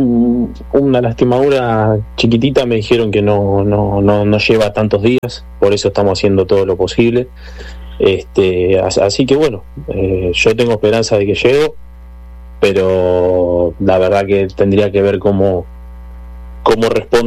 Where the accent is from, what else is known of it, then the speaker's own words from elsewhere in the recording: Argentina; moved away; realmente como argentino